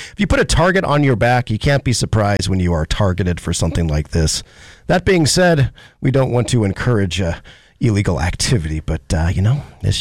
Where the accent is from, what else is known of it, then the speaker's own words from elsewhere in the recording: United States; as an American